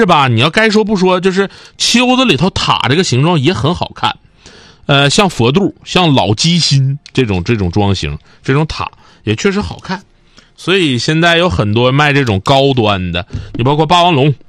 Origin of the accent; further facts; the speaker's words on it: Northeast China, China; 我们大多数都是我们东北人，我们就这么唠。